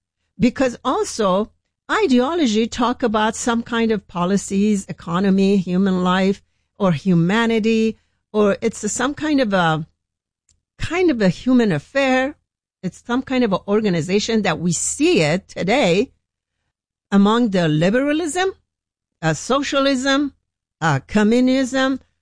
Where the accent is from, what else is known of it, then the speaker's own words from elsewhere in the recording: Iran; English is a second language; moved away as an adult; when I grew up in Iran and I was a Muslim, I honestly, I just thought entire first 21 years of my life in Iran, I thought the kosher meat is belong that Islam